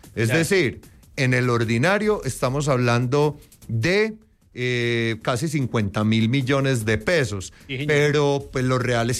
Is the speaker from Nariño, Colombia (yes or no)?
no; Antioquia, Colombia